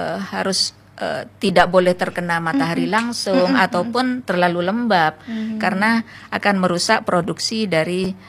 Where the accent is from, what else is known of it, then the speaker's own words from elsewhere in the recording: Pamekasan, East Java, Indonesia; now in Sumenep, Indonesia; saya asli Pamekasan.